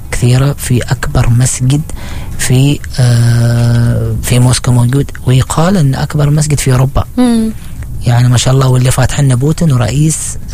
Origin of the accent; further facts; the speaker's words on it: Oman; يعني الهوية العمانية كانية نقلتها هناك.